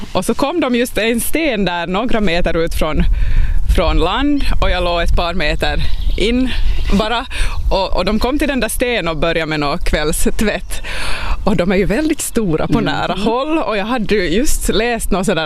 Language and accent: Swedish; Pedersöre, Ostrobothnia, Finland; now in Maxmo, Finland; Jag är uppväxt förstås i Esse och med skogen runt, så det kan jag märka, det märkte jag faktiskt fundera en del kring när vi flyttade till Maxmo, att då är ju som vattnet och havet nära, och det har jag ju inte växt upp med.